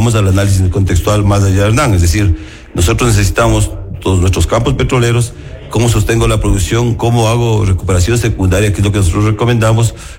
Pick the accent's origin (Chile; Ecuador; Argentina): Ecuador; nosotros como ecuatorianos